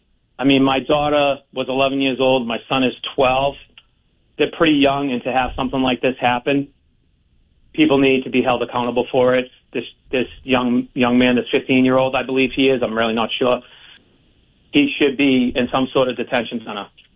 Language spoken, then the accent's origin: English; Boston, Massachusetts, United States; I'm born and raised in South Boston. I'm 42 years old. My parents are from South Boston.